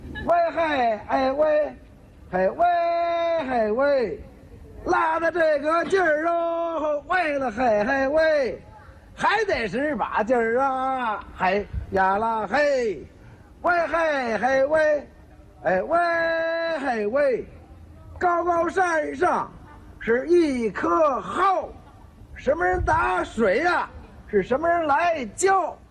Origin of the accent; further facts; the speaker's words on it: Beijing, China; 咱们北京人